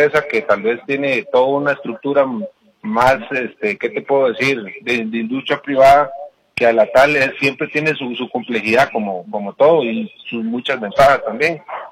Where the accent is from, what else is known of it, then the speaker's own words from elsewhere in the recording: Costa Rica; eso es algo que tenemos nosotros como costarricenses